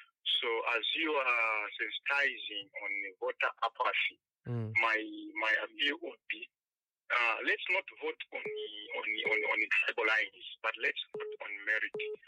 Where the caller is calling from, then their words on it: Kitwe, Copperbelt, Zambia; I'm calling from Kitwe.